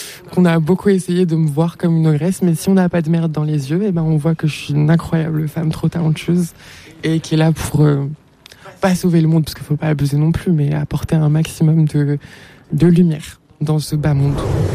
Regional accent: Morocco; Je suis une femme, je suis immigrée, je suis marocaine, africaine, amazigh, musulmane, trans.

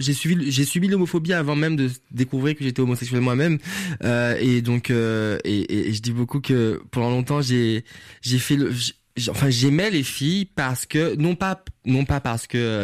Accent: Macouba, Martinique; first language Martinican Creole; French is a second language; J'ai grandi au Makouba, Le Makouba, je sais que beaucoup de Martiniquais grincent des dents quand je dis le Makouba, parce que le Makouba, c'est une toute petite commune de la Martinique, c'est au Nord-Atlantique

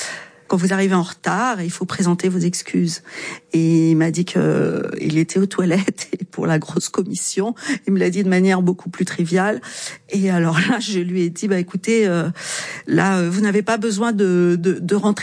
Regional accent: France; je suis française.

